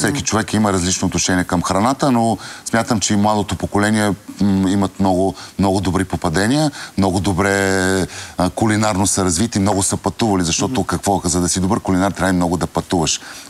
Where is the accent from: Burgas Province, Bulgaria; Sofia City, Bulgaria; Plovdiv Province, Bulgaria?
Sofia City, Bulgaria; Sofia; Аз съм софиянец, роден съм тук, моята баба е родена тук